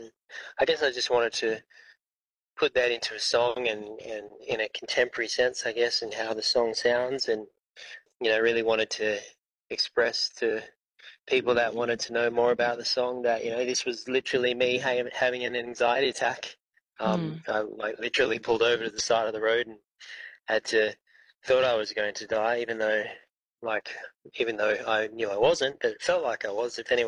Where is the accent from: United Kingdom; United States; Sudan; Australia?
Australia; Western Australia; now in Fremantle, Australia; We're from Wadandi, Bibbulmun country. So my mum was born down in Collie. These days I'm living in Wailup in Whadjuk Noongar country up in near Fremantle and Hammy Hill to be precise.